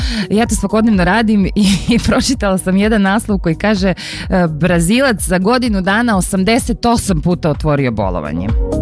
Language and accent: Serbian; Montenegro; kod nas u Crnoj Gori mi se vodimo onom starom dobrom izrekom